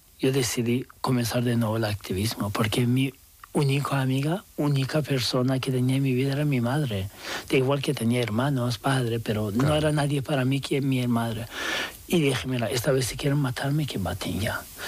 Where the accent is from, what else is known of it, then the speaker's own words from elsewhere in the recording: Turkey; Spanish is a second language; now in Spain; da igual que seas también turco, porque digo, soy turco y podía pasar más fácil que el otros muchos